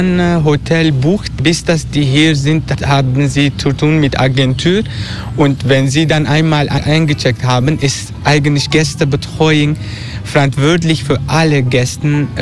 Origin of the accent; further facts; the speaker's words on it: Netherlands; German is a second language; moved away as an adult; now in Turkey; ich bin aufgewachsen in Holland